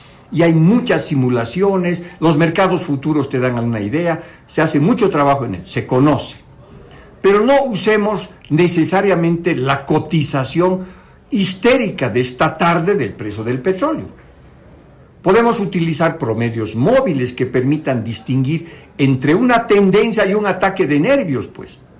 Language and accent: Spanish; Bolivia